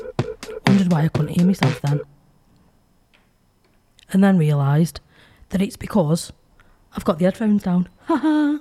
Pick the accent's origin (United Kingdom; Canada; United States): United Kingdom; being all British